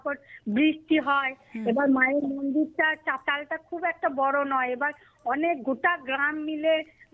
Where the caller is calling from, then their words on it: Bolpur, West Bengal, India; বোলপুরে বর্তমান থাকি, কিন্তু আমাদের বোলপুর থেকে মাত্র 7 কিলোমিটার দূরে আমাদের গ্রামের বাড়ি।